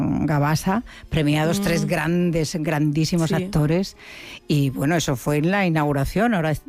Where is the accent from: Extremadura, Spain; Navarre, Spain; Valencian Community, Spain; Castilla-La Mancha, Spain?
Extremadura, Spain; ¿Has estado en Extremadura con los 41 grados que había en mi tierra?